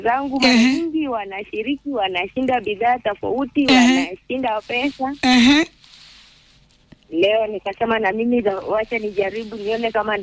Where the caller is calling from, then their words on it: Rift Valley, Kenya; Mimi ni mukale kutoka Rift Valley.